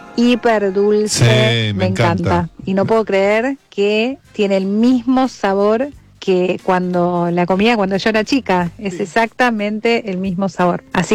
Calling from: Buenos Aires, Argentina; de Caballito

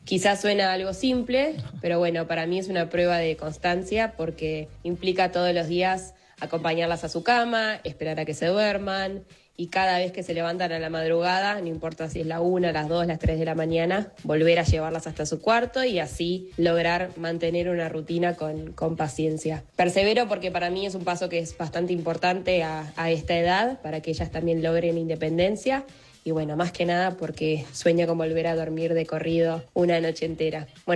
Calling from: Buenos Aires, Argentina; soy de Saavedra

